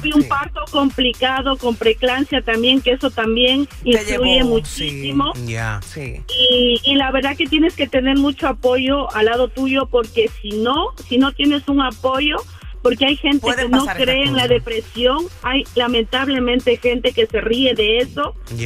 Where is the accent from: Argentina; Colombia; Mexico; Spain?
Spain; moved away; Entonces, bueno, yo vengo de España, es verdad que hay muchos protocolos